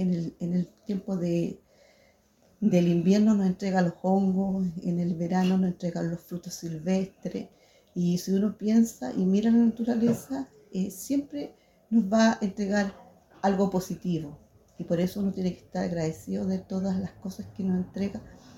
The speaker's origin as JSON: {"language": "Spanish", "town": "Temuco", "region": "Araucanía", "country": "Chile", "said": "vengo de Temuco, yo me dedico a la gastronomía mapuche, gastronomía que aprendí de los saberes de mi madre."}